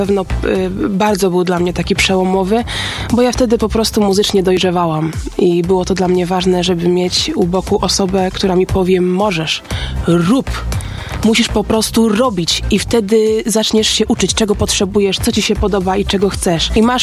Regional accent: West Pomeranian Voivodeship, Poland; Myślę, że ogromny, dlatego, że ja jestem spod Szczecinka. Ja się tu wychowałam

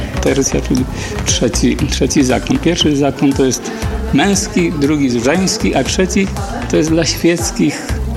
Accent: Lubawa, Warmian-Masurian Voivodeship, Poland; now in Złotowo, Poland; ze Złotowa, koło Lubawy. Ale mieszkałem w Lubawie, urodzony jestem w Lubawie od 18 lat.

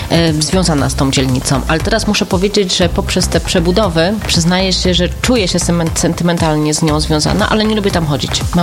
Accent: Toruń, Kuyavian-Pomeranian Voivodeship, Poland; Tak, jestem z Chełmionki. Faktycznie mieszkałam tam w dwóch lokalizacjach, a w zasadzie nawet w trzech. Najpierw mieszkałam na Grunwaldzkiej, potem na Małochowskiego, czyli na Machorce, a na końcu na szosie Chełmińskiej, ale już przy końcu, już tam w okolicach ulicy Długiej.

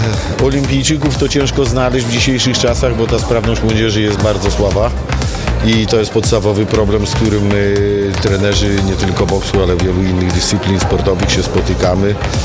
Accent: Łomża, Podlaskie Voivodeship, Poland; jak jestem z Łomży

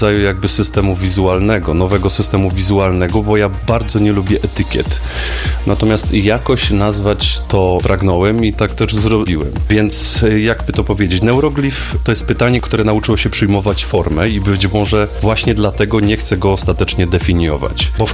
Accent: Skawina, Lesser Poland, Poland; ze Skawiny, z mojego rodzinnego miasta

